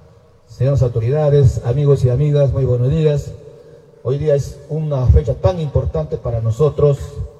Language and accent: Spanish; Peru; Ya no somos del Perú nomás